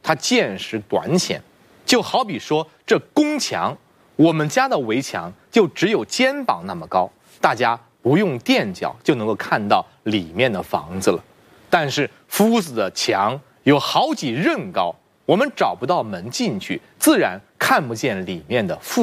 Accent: Qufu, Shandong, China; moved away; 我就想起我的老家山东曲阜

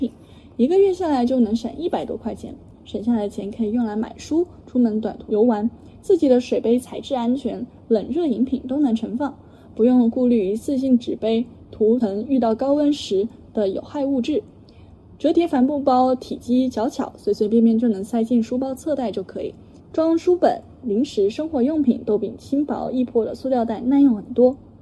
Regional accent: China; also born or lived in Taiwan; 我是从小在大陆长大的台湾青年

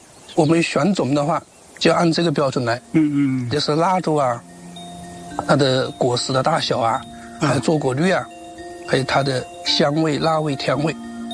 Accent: Xintian, Hunan, China; moved away as an adult; 我是生在新田，也是生在桃林的，从小就是吃三味辣椒长大的。后来的话到外面去求学，我回来之后

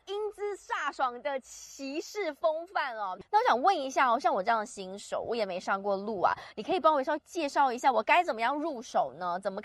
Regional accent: Taiwan; 我是来自台湾

